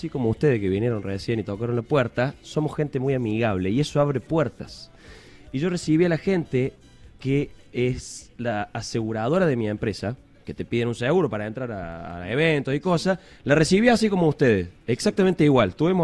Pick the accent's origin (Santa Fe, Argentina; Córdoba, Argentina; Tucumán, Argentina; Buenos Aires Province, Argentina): Córdoba, Argentina; also born or lived in Alta Gracia; Nací en Altagracia, después viví en el centro. Fui al colegio San José, después fui a Lamparo María, después me mudé a Zona Norte y ahí fui al colegio La Salle.